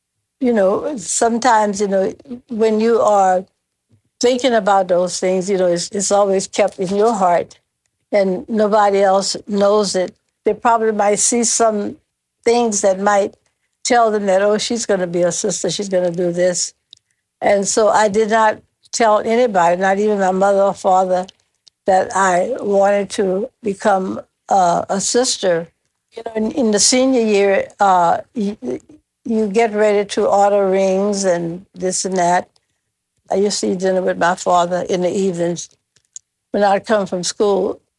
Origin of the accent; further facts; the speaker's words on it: Opelousas, Louisiana, United States; I grew up in Opelousas, Louisiana. I went to Catholic schools from first grade to 12. We were all baptized Catholics.